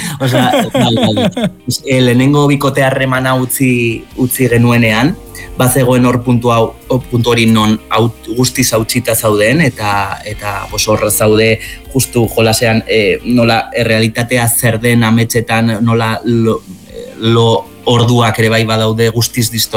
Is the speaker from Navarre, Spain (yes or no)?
yes; Zubiri, Navarre, Spain; ni Zubirikoa naiz